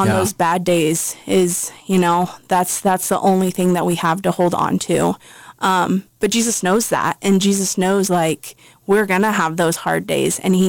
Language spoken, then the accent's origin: English; Nebraska, United States; born there; moved away; last weekend I was back home in central Nebraska